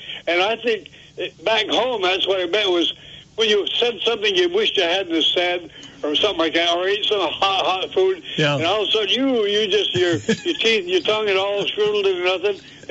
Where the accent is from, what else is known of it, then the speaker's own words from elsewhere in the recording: Granville, Vermont, United States; back home, I grew up in Granville, Vermont. We always had a garden.